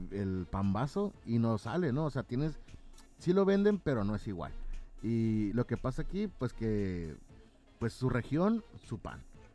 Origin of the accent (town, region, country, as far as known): Mexico